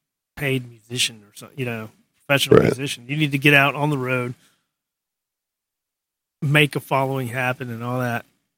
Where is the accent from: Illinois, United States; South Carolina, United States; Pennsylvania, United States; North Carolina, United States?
North Carolina, United States; Jamestown; So I moved from Greensboro area of North Carolina, Jamestown to be specific. Or even High Point, all those areas, to Carolina Beach to go to UNC Wilmington